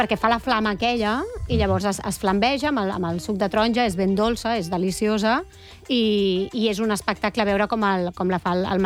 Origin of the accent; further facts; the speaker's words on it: Catalonia, Spain; com a català